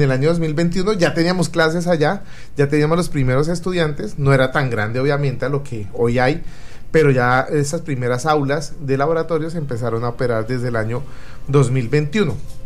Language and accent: Spanish; Barrancabermeja, Santander, Colombia; en Barranca Bermeja somos capaces de hacer cosas maravillosas